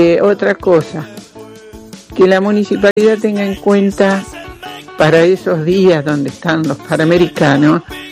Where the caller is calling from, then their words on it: Santa Fe, Argentina; de Barrio Ciudadela.